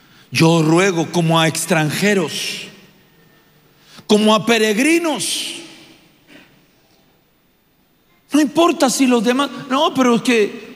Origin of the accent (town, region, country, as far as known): Chile